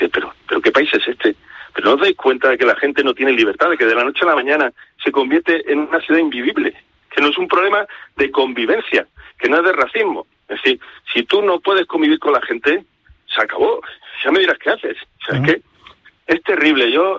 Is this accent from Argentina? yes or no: no; Ceuta, Spain; Para una ciudad leal a España, porque es leal, porque allí somos españoles